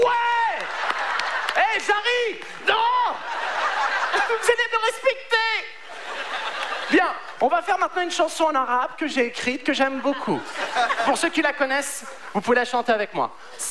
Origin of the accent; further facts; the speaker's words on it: Paris, Île-de-France, France; Je leur ai dit bonjour, je suis de Paris, comment ça se passe?